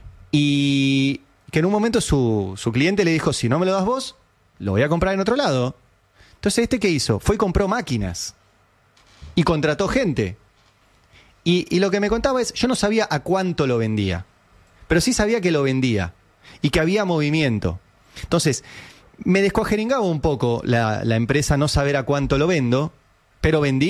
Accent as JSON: {"language": "Spanish", "region": "Catalonia", "country": "Spain", "said": "Para mí, o sea que soy catalán y consultor político"}